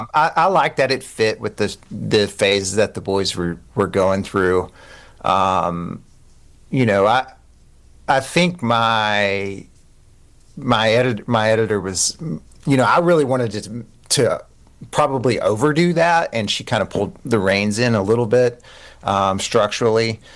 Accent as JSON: {"language": "English", "region": "Kentucky", "country": "United States", "tie": "born or raised there", "said": "I grew up in Eastern Kentucky"}